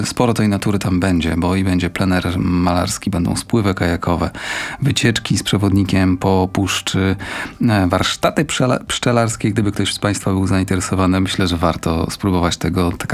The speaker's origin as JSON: {"language": "Polish", "region": "Warmian-Masurian Voivodeship", "country": "Poland", "tie": "born or raised there", "said": "Mazury to moje życie. Tu dorastałem i po studiach wróciłem i lubię to, skąd jestem. To moja mała ojczyzna."}